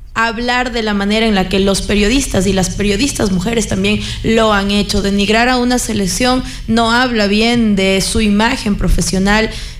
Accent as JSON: {"language": "Spanish", "country": "Ecuador", "said": "todos a la final y al final del día somos ecuatorianos."}